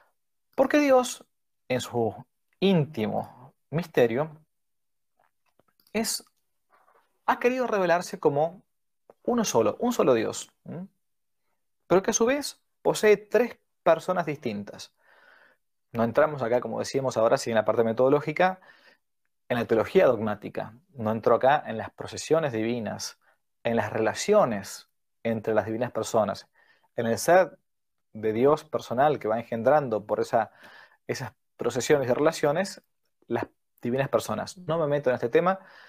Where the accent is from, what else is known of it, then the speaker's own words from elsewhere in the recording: Argentina; vivió aquí en mi país, Argentina